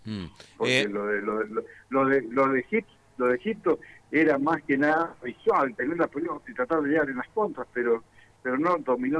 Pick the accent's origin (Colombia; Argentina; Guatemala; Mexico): Argentina; como somos los argentinos